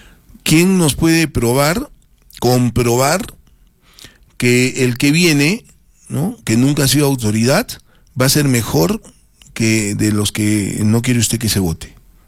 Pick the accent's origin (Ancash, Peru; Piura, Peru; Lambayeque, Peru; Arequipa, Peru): Arequipa, Peru; Cerro Colorado; allá en mi barrio, porque yo también soy de Cerro Colorado.